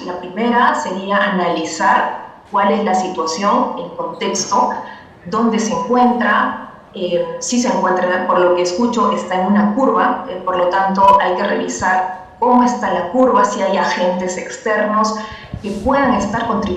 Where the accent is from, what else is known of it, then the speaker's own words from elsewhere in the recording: Peru; Yo soy de Perú